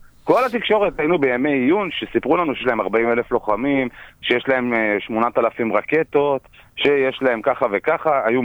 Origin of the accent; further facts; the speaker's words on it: Morocco; אני מרוקאי, אתה רוצה לצאת הרעיון הזה? מרוקאי?